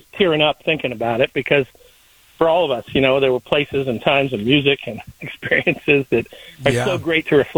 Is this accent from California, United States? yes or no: yes; Bay Area, California, United States; now in Rockland; I grew up in the Bay Area